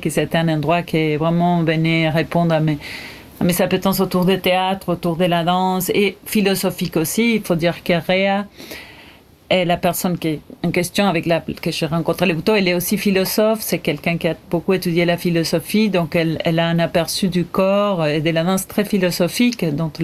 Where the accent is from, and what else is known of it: Entre Ríos, Argentina; born or raised there; moved away as an adult; also born or lived in Córdoba, Argentina / Buenos Aires, Argentina; now in France